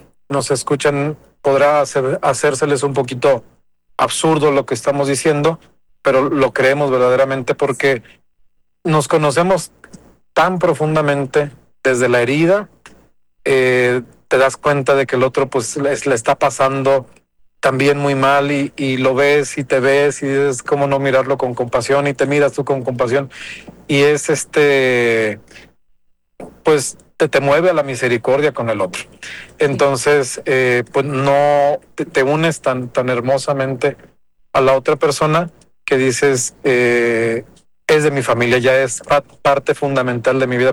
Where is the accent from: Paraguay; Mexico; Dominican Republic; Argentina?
Mexico; Irapuato, Guanajuato; Yo soy de Irapuato, entonces, pero sigo en contacto con ellos